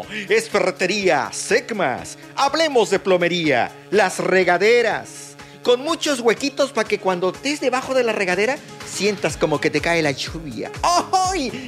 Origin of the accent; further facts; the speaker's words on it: Mexico; Que estamos vivos y que somos mexicanos.